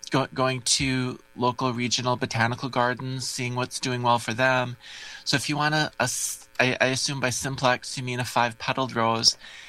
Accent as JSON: {"language": "English", "town": "West Bend", "region": "Wisconsin", "country": "United States", "tie": "born or raised there", "said": "I grew up in West Bend, just a little bit away from you there in Port."}